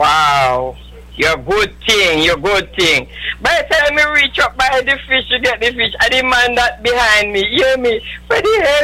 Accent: Jamaica; moved away; I'm from Jamaica

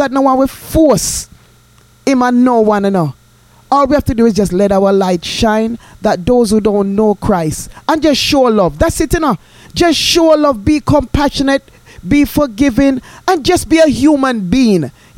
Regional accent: Jamaica; when I was growing up in Jamaica

